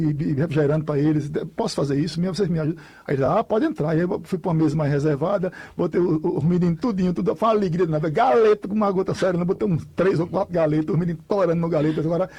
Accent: Floresta do Navio, Pernambuco, Brazil; born there; now in Tacaratu, Brazil; Eu nasci em Floresta do Navio.

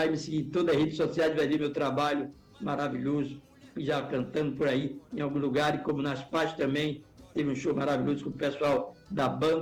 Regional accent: Recife, Pernambuco, Brazil; É o DDD 87, mas eu sou de Recife.

